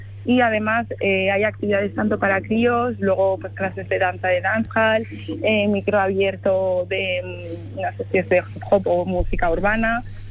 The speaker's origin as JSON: {"language": "Spanish", "town": "Pamplona", "region": "Navarre", "country": "Spain", "tie": "born or raised there", "said": "Bueno, yo soy de Pamplona, mis orígenes son de Colombia, pero bueno, llevo aquí en Pamplona desde los 3 años."}